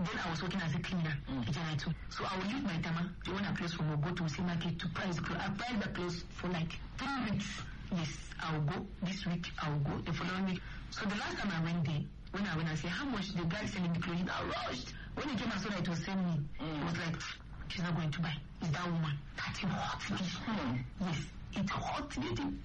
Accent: Damakasua, Kaduna State, Nigeria; So I grew up in Damakasua, Southern Kaduna.

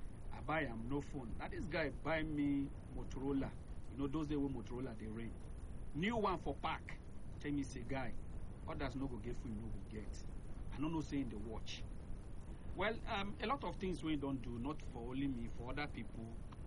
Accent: Lagos, Nigeria; we grew up together in Lagos

